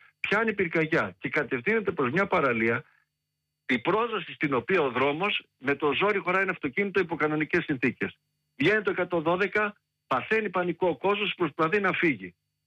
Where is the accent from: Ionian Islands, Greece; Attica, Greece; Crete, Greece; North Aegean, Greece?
North Aegean, Greece; Lemnos; γιατί κατάγομαι από τη Λίμνο.